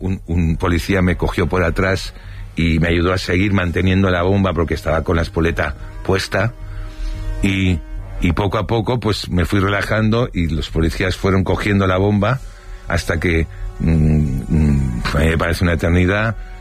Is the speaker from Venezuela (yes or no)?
no; Barcelona, Catalonia, Spain; born there; Pero si yo he nacido en Barcelona, ¿por qué soy murciano?